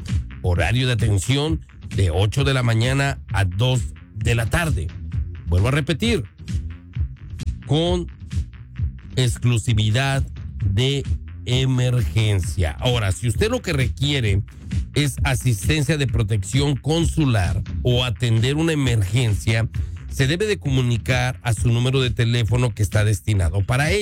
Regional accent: Mexico; este es un llamado principalmente a todos los que somos mexicanos

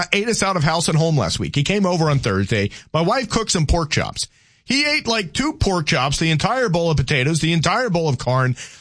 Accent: Louisiana, United States; I grew up in, you know, as a Cajun in Louisiana

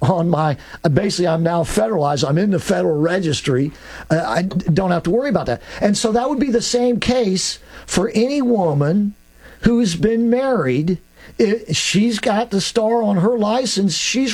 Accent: Georgia, United States; born there; now in Florida, United States; because I was born in Georgia, I actually had to send back to the county where I was born to get an official birth certificate.

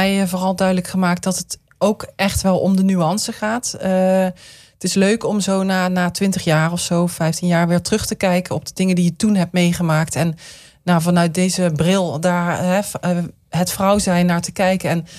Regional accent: Rotterdam, South Holland, Netherlands; Ik kom ook uit Rotterdam

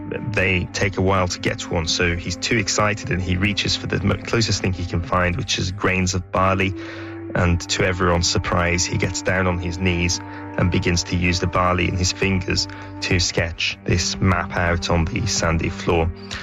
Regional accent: Alexandria, Alexandria Governorate, Egypt; that's a very heartening thing for me as a British Alexandrian who has reached different parts of the world.

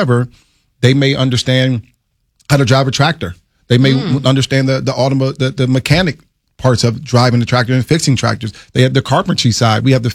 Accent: Fort Washington, Maryland, United States; I grew up in Fort Washington, Maryland.

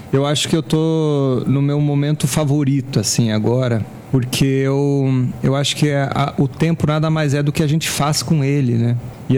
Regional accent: Rio Grande do Sul, Brazil; accent: gaúcho; moved away; also born or lived in Brasília / Rio de Janeiro; Eu sinto que o gaúchês está em mim mais predominantemente do que qualquer coisa, né? Por conta de eu ter sido criado lá, minha família toda lá, né?

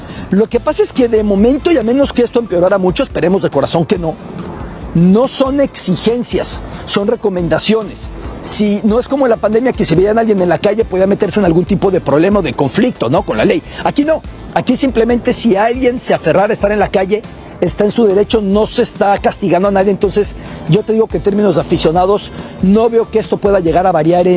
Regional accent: Mexico

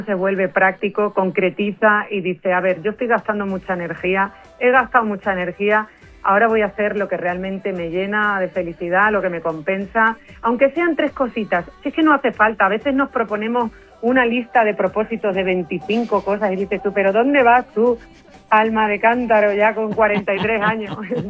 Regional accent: Leganés, Community of Madrid, Spain; este fin de semana vamos a estar en Leganés, vamos a estar en el recinto ferial, tengo un concierto en mi tierra

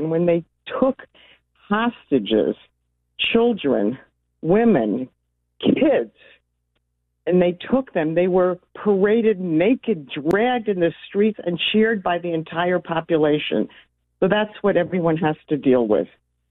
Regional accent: United States; I mean, I was born and raised in the States, so I am far from a military person.

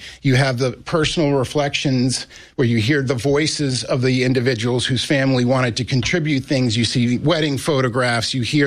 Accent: New York, United States; And, you know, as a New Yorker, it was devastating.

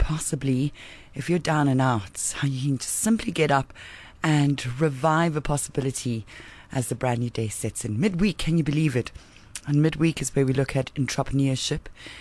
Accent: South Africa; as a South African, we certainly have no shortage of problems to solve.

